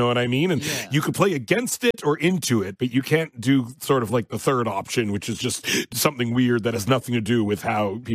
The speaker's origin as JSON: {"language": "English", "country": "Canada", "said": "As a Canadian, like, that was it."}